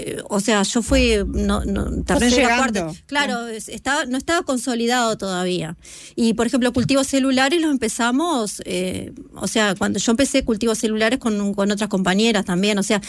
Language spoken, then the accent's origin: Spanish; Salto, Uruguay; also born or lived in Montevideo; yo soy de Salto, y estaba en Montevideo